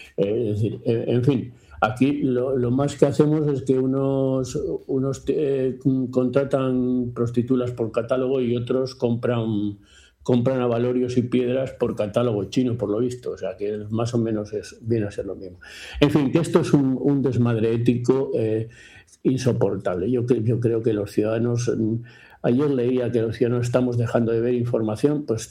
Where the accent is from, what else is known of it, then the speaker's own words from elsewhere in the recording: Zaragoza, Aragon, Spain; Luis Roldán, que había sido concejal de mi pueblo, por cierto, de Zaragoza